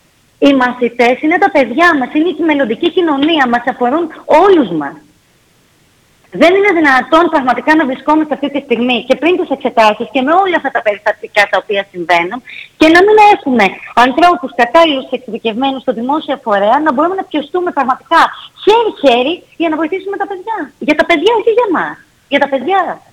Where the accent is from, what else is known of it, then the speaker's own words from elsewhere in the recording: Athens, Attica, Greece; είμαι από την Αθήνα